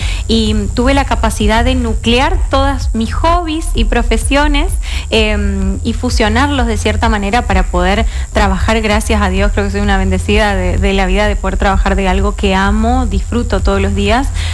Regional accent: Pampa del Indio, Chaco, Argentina; vengo del interior, soy de Pampa del Indio.

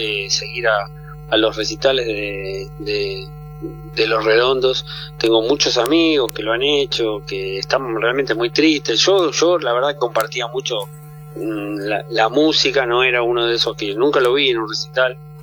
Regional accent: Avellaneda, Buenos Aires Province, Argentina; Y bueno, sí, yo nací a 3 cuadras de la cancha de Racing, en una clínica que estaba ahí. Viví en Avellaneda, vivo en Avellaneda, todo en Avellaneda, trabajo en Avellaneda

